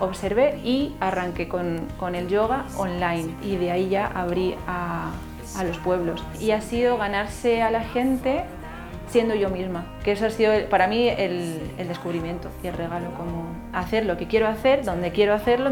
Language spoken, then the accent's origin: Spanish; Madrid, Community of Madrid, Spain; born there; moved away as an adult; also born or lived in El Bierzo; now in Quintela de Balboa, Spain; Yo he nacido en Madrid, pleno Atocha, y bueno, veraneaba en El Bierzo, entonces diría que soy un poco de Madrid y un poco del Bierzo